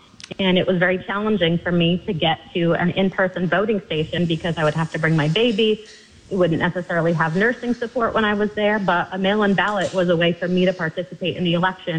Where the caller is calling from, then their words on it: Westford, Massachusetts, United States; I'm one of your town members. I also live in Westford.